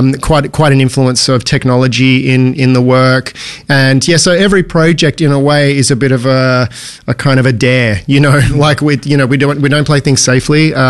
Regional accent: Sydney, New South Wales, Australia; I'm from Sydney, grew up there.

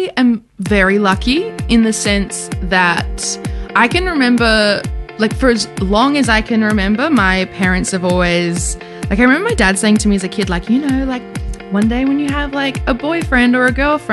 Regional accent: Blairgowrie, Victoria, Australia; Down on the Mornington Peninsula.

